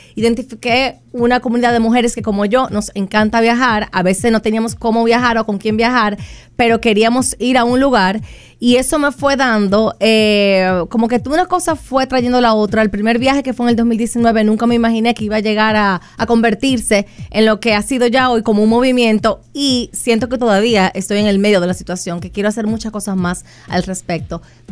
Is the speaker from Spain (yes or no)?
no; Dominican Republic